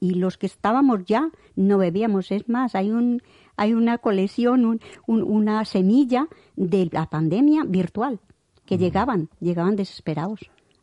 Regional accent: Ituango, Antioquia, Colombia; now in Spain; En mi pueblo, yo soy colombiana, y mi pueblo se llama Ituango.

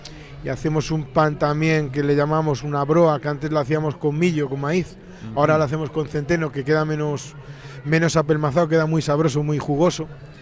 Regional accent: Castroverde, Galicia, Spain; Nosotros somos de Castro Verde.

